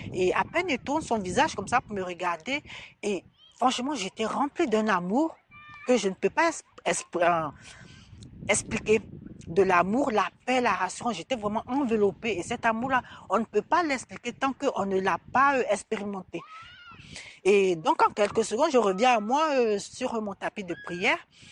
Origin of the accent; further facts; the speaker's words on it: Côte d’Ivoire; je suis originaire de la Côte d'Ivoire